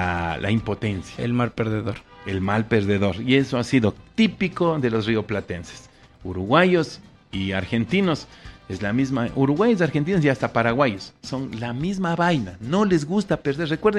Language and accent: Spanish; Seville, Andalusia, Spain; Sí, tío, Sevilla. Yo nací en Sevilla, en Comercial hasta la Sevilla.